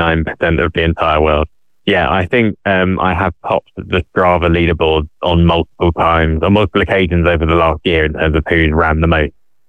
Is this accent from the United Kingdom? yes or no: yes; United Kingdom; a lot of the ultra marathons that I've been running have been in the UK and have been my hometown where I grew up